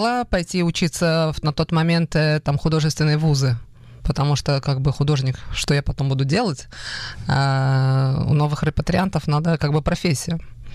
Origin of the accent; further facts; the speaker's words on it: Kaliningrad, Kaliningrad Oblast, Russia; now in Pardes Hanna, Israel; Из той стороны, Калининград.